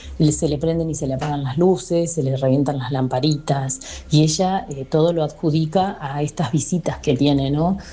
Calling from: Hurlingham, Buenos Aires Province, Argentina; Somos de Hurlingham, de zona oeste.

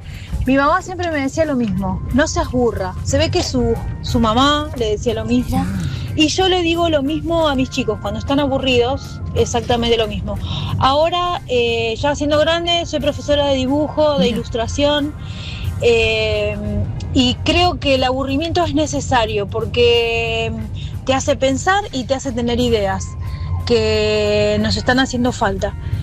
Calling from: Ituzaingó, Buenos Aires Province, Argentina; de Ituzaingó.

